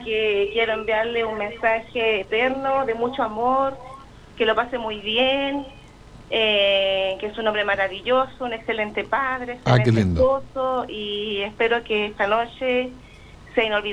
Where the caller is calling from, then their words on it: Chillán, Ñuble, Chile; Somos de Chillán, sí.